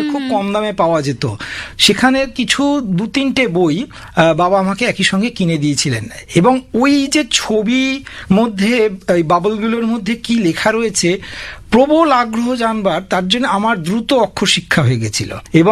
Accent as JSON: {"language": "Bangla", "town": "Konnagar", "region": "West Bengal", "country": "India", "tie": "born or raised there", "said": "এটা হচ্ছে পঞ্চায়েত এলাকা, সেই নবগ্রাম পঞ্চায়েত এলাকায় আমার জন্ম, আমার বেড়ে ওঠা, আমি আজ 50 বছর বয়স পর্যন্ত ওখানেই আছি এবং আমার ইচ্ছে আছে বাকি জীবনটা ওখানেই থাকার।"}